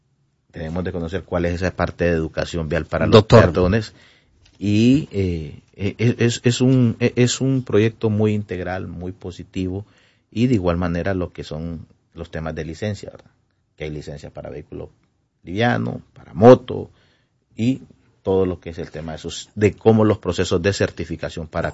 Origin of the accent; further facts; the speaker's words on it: Honduras; en primer lugar, como hondureños, con su familia y con todas las personas que circulan